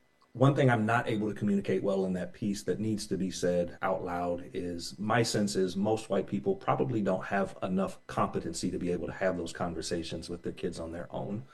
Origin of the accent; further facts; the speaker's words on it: Kansas City, Missouri, United States; I grew up right off of the historic red line in Kansas City.